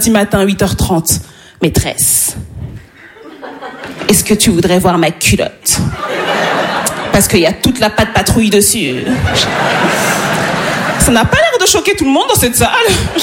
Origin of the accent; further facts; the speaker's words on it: Île-de-France, France; born there; C'est peut-être parce que je suis née dans le Val d'Oise.